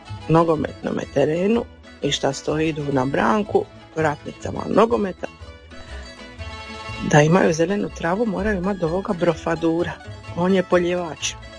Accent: Dalmatia, Croatia; accent: Chakavian; nam se gubi ti naš dijalekt, ta čakavica

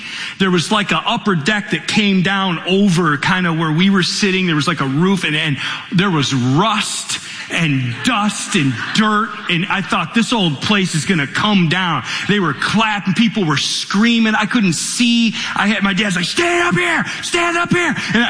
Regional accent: Michigan, United States; born or raised there

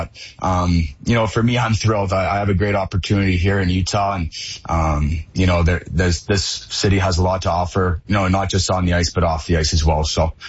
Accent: Canada; born there; as a Canadian born player and to play in Calgary, like for me personally, I had a great experience in Canada

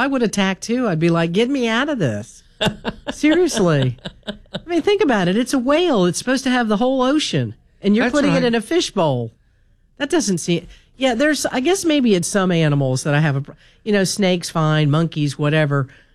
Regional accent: Miami, Florida, United States; I grew up in Miami

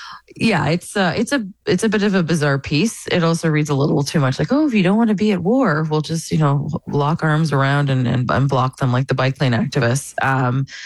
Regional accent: Amherstburg, Ontario, Canada; moved away as an adult; I still feel like I'm a girl from Southern Ontario, like an Amherstburg girl. I haven't lived there since I was 18, but I visit there.

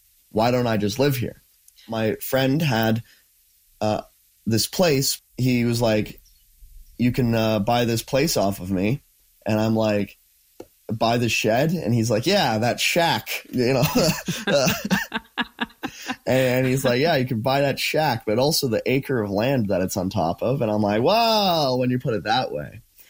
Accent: Coalhurst, Alberta, Canada; So I grew up in Coalhurst, Alberta.

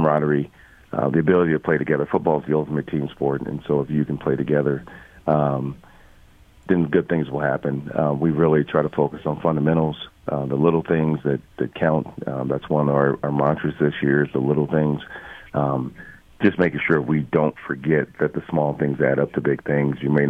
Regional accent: Aurora, Colorado, United States; moved away as an adult; also born or lived in Utah / Aberdeen, South Dakota; now in Garretson, South Dakota, United States; I'm originally from Aurora, Colorado.

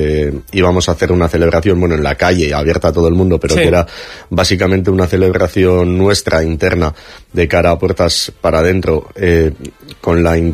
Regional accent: Eibar, Basque Country, Spain; nosotros siempre decimos con orgullo que somos … allá donde vamos es Ustekabe Eibar, y para nosotros no hay nada como vibrar con la gente de nuestro pueblo.

